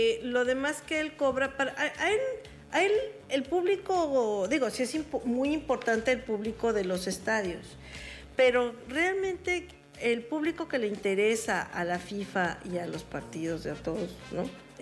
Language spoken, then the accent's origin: Spanish; Mexico